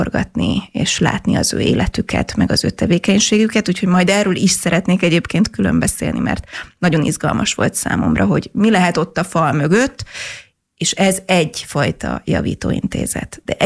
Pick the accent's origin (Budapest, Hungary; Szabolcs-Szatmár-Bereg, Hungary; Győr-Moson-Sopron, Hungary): Budapest, Hungary; én Rákospalotán a Leány Nevelde mögötti utcából származom, az Anyácska utcából, ami ugye egy gyönyörű nevű utca, és én úgy nőttem fel a 80-as években